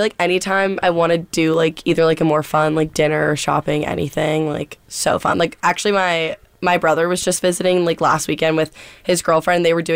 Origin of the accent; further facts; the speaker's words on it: Massachusetts, United States; I'm from Massachusetts.